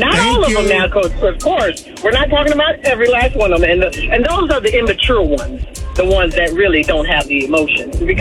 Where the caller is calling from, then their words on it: College Park, United States; I'm calling from College Park